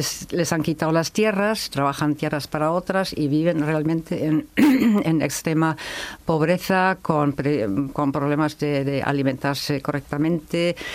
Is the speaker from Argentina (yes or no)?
no; Germany; moved away; yo soy alemana.